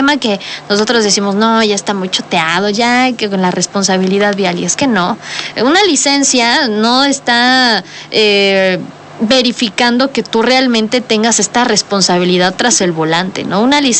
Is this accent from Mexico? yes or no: yes; Puebla, Mexico; nosotros como poblanos estamos acostumbrados